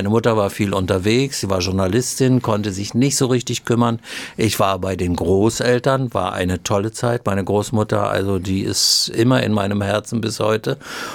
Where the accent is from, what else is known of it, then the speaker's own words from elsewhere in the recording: Neustrelitz, Mecklenburg-Vorpommern, Germany; born there; 1946 wurde ich geboren in Neustrelitz in Mecklenburg. Fürstenberger Straße 12, eine Hausgeburt, ein Frühchen.